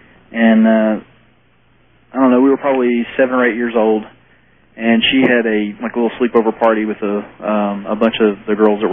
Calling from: Tulsa, Oklahoma, United States; I'm from Tulsa.

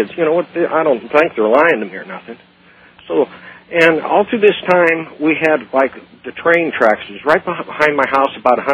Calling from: Bellevue, Nebraska, United States; I'm at Ground Zero, Bellevue, Nebraska.

